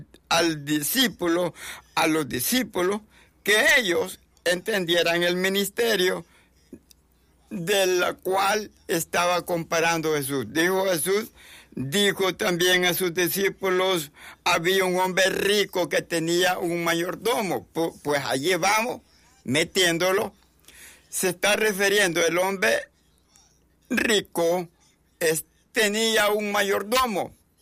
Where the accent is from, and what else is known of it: El Salvador